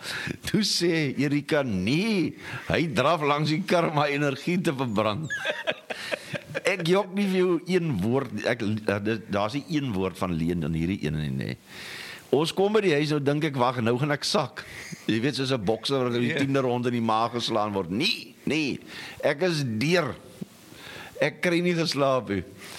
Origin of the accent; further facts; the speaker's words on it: Kirkwood, Eastern Cape, South Africa; ek kom van Kirkwood af, espresso, wat is dit?